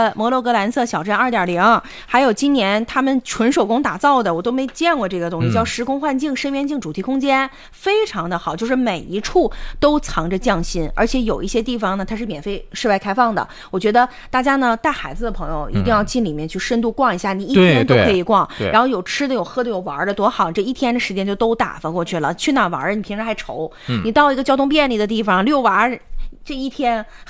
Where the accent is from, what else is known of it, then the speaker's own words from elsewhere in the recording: Harbin, Heilongjiang, China; 其实我作为哈尔滨人，我真的去了很多次的极地公园了